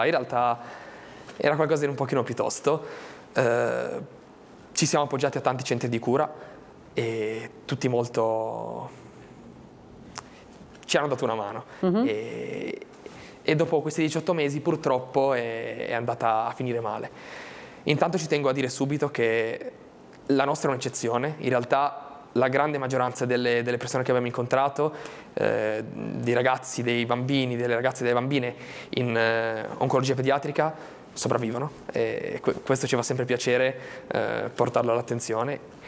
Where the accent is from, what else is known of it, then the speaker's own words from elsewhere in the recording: Albenga, Liguria, Italy; E prima il nostro comune di Albenga, noi siamo di Albenga … di Albenga